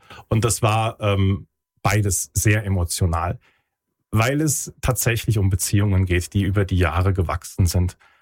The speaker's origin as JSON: {"language": "German", "region": "Westerwald", "country": "Germany", "tie": "born there", "also_born_or_lived": "Friedberg", "moved": "yes", "said": "ich bin gebürtiger Westerwälder. Ich ziehe jetzt wieder in die Nähe meiner Familie."}